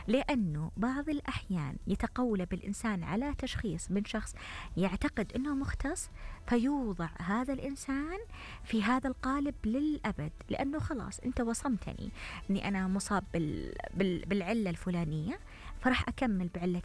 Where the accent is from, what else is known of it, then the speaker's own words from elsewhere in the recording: Saudi Arabia; عندنا في السعودية